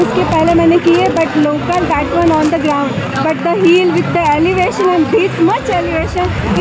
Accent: Jaipur, Rajasthan, India; मैं जयपुर से हूँ।

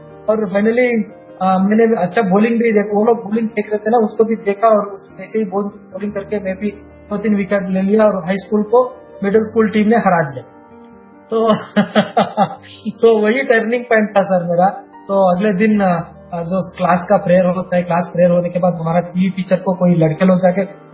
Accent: Karnataka, India; तो शिमोगा टू बेंगलुरु हम लोग आए

